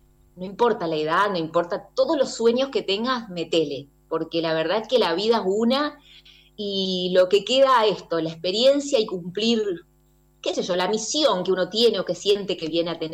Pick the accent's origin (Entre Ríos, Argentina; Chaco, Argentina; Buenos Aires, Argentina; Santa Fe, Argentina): Santa Fe, Argentina; Reconquista; moved away as an adult; now in Córdoba, Argentina; vengo de Reconquista, que es una ciudad del norte de la provincia de Santa Fe. Me vine a Córdoba, bueno, básicamente a buscar mis sueños de hacer humor